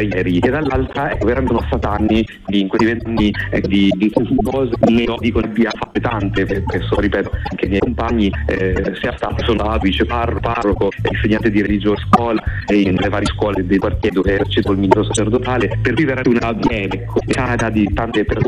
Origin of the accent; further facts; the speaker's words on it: Parma, Emilia-Romagna, Italy; io sono nato a Parma